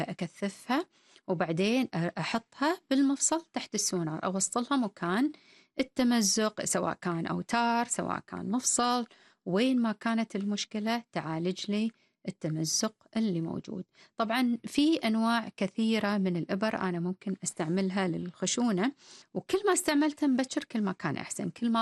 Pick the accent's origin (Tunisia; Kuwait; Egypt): Kuwait; أنا كويتية وأن أنا أشتغل بالكويت.